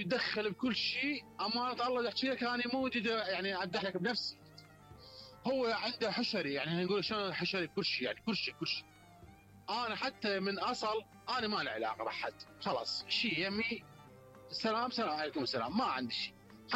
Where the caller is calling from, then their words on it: Baghdad, Baghdad Governorate, Iraq; أنا من أصلا من هالدورة بغداد.